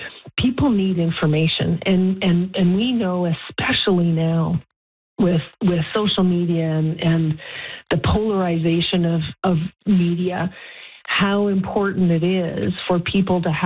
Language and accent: English; Canada; I'm proudly Canadian